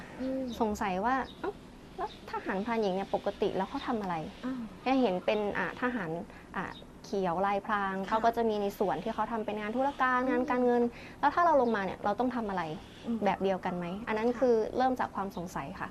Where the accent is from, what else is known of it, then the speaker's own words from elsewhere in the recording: Ubon Ratchathani, Thailand; เป็นคนจังหวัดอุบลราชธานีค่ะ